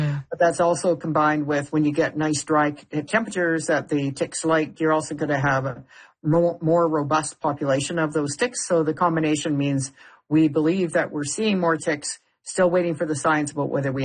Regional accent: British Columbia, Canada; I come from the Cariboo, so definitely our dry, grassy areas are very prone for ticks

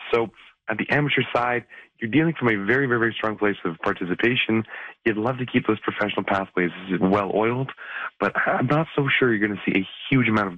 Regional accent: Canada; see as a Canadian soccer community, attitudes change towards North American professional soccer from inside Canadian soccer circles and Canadian sports circles.

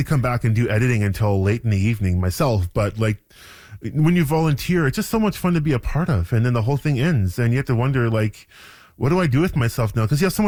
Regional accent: Hay River, Northwest Territories, Canada; but I'm in Hay River right now, my hometown. I haven't been back here since, I think, August.

